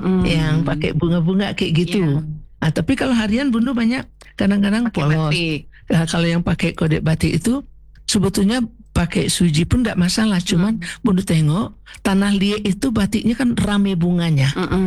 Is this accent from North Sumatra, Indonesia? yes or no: no; West Sumatra, Indonesia; Kalau kita Minang gak pakai batik di bawah.